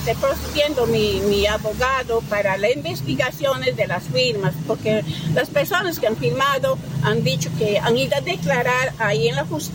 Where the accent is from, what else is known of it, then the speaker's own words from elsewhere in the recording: Maceda, Galicia, Spain; que me lo compre en Maceda, porque mi Maceda es mi tierra y mi sitio de venta y de trabajo